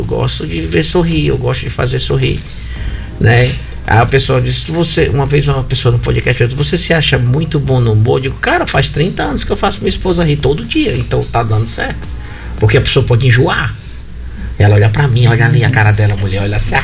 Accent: Fortaleza, Ceará, Brazil; born there; now in Mossoró, Brazil; Nasci em Fortaleza

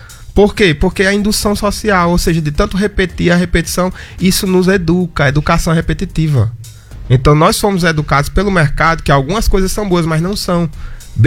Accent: Grossos, Rio Grande do Norte, Brazil; Sou de Grossos. E aí, eu fiz em Grossos, na Câmara Municipal, fiz 3 concertos em Grossos.

